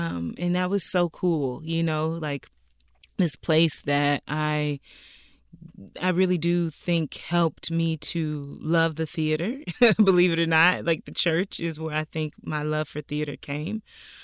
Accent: Simpsonville, South Carolina, United States; what we did was we did a private screening for the church that I grew up in Simpsonville, South Carolina, Bethlehem Baptist Church.

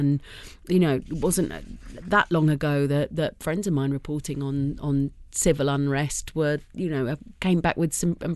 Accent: United Kingdom; because I'm British and do not have the, you know, the false.

